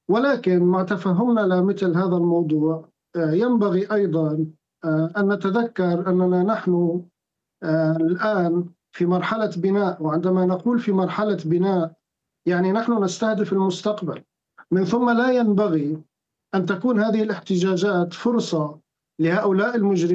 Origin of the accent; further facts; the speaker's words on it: Syria; بشكل مستفز لنا كسوريين ولذوي الضحايا